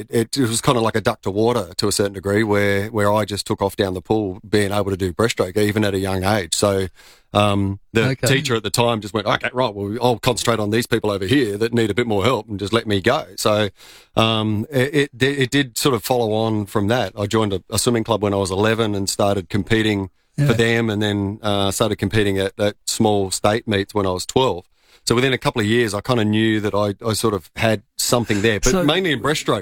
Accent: Modbury, South Australia, Australia; Modbury I grew up in, yeah. So okay. I was a Clovercrest Swim School graduate from many years ago.

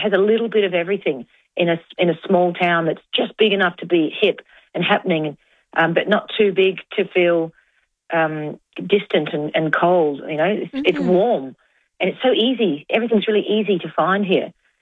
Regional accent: Adelaide, South Australia, Australia; And when I tell people that I'm from Adelaide, they go, oh, wow, unreal.

